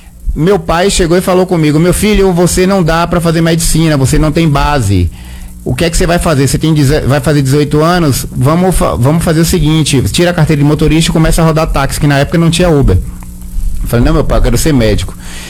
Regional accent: Salvador, Bahia, Brazil; Porque eu vim da SEASA Rio Vermelho. Meu pai é técnico laboratório, minha mãe técnico laboratório, sustentava 3 filhos.

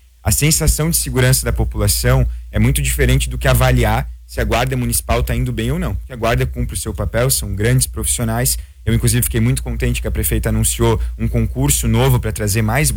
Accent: Balneário Camboriú, Santa Catarina, Brazil; todos nós que somos de Balneário

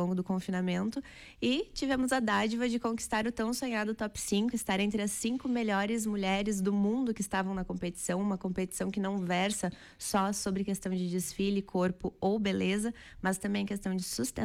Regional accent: Brazil

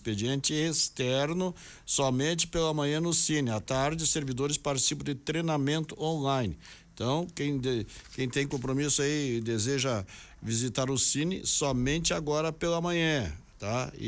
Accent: Brazil; Eu sou brasileiro

